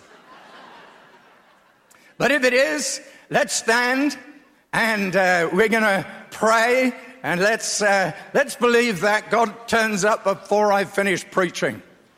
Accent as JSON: {"language": "English", "region": "England", "country": "United Kingdom", "said": "I'm English. I was a good Anglican."}